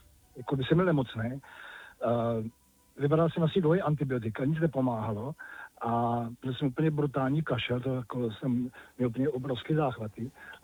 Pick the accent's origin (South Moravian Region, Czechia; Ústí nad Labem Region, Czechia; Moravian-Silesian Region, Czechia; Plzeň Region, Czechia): South Moravian Region, Czechia; Brno; Já jsem teda jako z Brna.